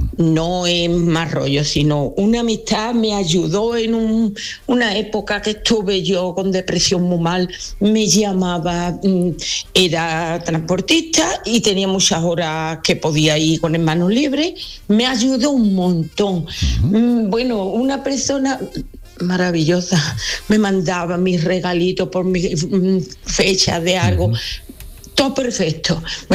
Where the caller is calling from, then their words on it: Dos Hermanas, Andalusia, Spain; de Dos Hermanas.